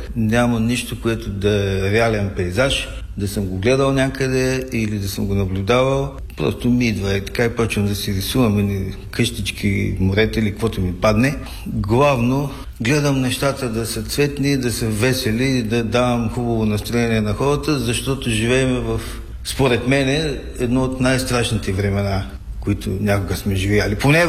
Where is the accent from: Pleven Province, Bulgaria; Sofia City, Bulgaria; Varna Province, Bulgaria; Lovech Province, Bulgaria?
Varna Province, Bulgaria; Varna; born there; аз съм роден във Варна и съм много щастлив, че изложбата е във Варна. Аз съм урбан човек, градски човек съм.